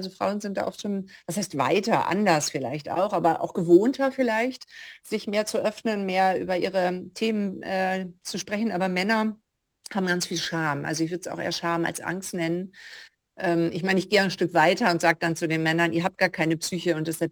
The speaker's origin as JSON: {"language": "German", "country": "Germany", "tie": "born or raised there", "moved": "as an adult", "lives_now": "Graz, Austria", "said": "Hamburg tatsächlich, also meiner, annähernd meiner Heimat. Also ich komme aus der Nähe und bin aber mit 50 Jahren vorrangig nach Graz gezogen, der Liebe wegen."}